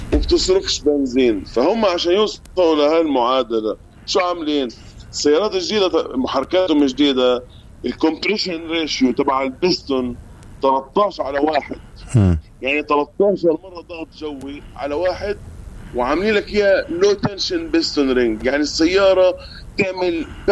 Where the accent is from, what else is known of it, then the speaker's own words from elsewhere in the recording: Farradiyya, Palestine; أنا فلسطيني من مدينة فرادة هي قضاء صفد، وطبعا احنا من فصيلة لبنان